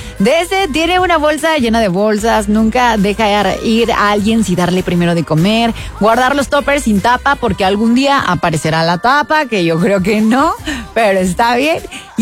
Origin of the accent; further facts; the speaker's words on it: Mexico; muchas de ellas nos conectan muchísimo como mexicanos, porque es parte de nuestra cultura.